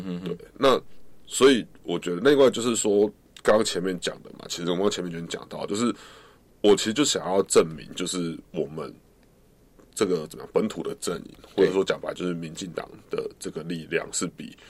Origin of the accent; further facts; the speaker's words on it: Kaohsiung, Taiwan; moved away; 我小时候就是经历过高雄的很大的转变